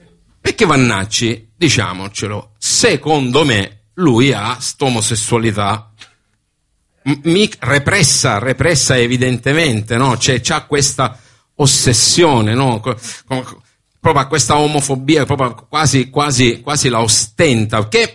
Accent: Sicily, Italy; ho 59 anni, vengo dalla provincia di Siracusa, quindi sono... Un vecchio di merda. Sono anche siciliano.

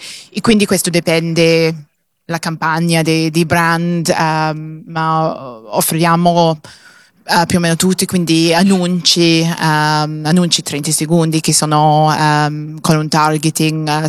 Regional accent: Wales, United Kingdom; Italian is a second language; moved away; Sono di Gales.

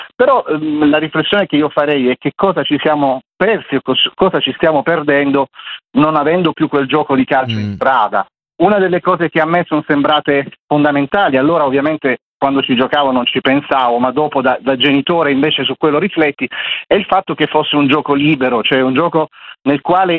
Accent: Bari, Apulia, Italy; Io sono nato a Bari, in una zona, diciamo, di confine fra una zona popolare e una zona, diciamo, da media borghesia.

